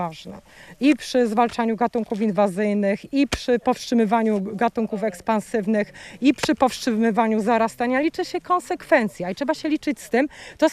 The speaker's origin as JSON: {"language": "Polish", "region": "Silesian Voivodeship", "country": "Poland", "tie": "born or raised there", "moved": "yes", "said": "Ja jestem z okolic Zawiercia, województwo śląskie."}